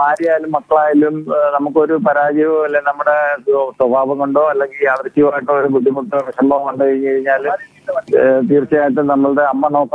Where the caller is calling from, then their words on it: Kerala, India; എന്റെ സ്വന്തം സ്ഥലം അഷ്ടമുടി.